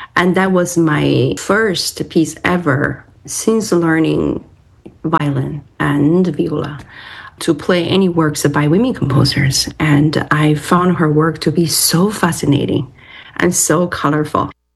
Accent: China; moved away; as I grew up in China

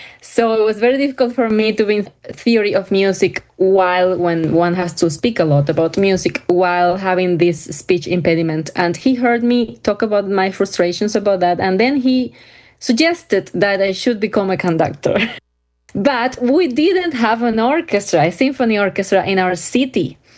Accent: San Germán, Holguín, Cuba; moved away; I was born and raised in Cuba, in San Germán, a town in the province of Holguín in Cuba.

